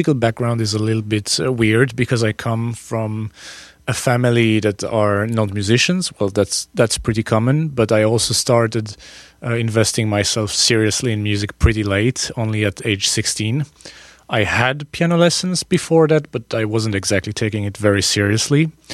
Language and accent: English; Paris, Île-de-France, France; English is a second language; and I come from Paris, you know, so, yeah.